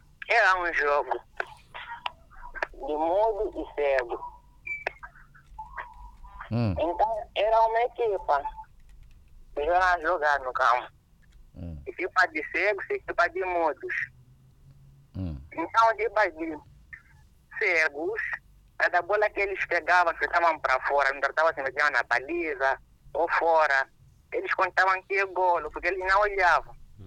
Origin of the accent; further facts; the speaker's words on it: Niassa, Mozambique; now in Maputo, Mozambique; Sou natural de Niassa, mas por enquanto estou aqui em Maputo.